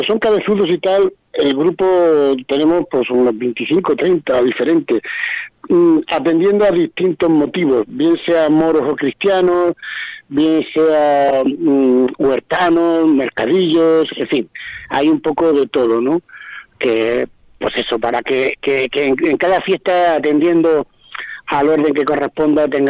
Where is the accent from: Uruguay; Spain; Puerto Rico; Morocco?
Spain; Caravaca de la Cruz, Region of Murcia; En Caravaca, que es de donde yo vengo